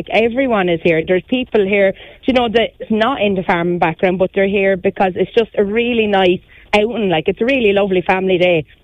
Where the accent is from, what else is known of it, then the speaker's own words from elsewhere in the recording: County Wexford, Ireland; I'm from Wexford.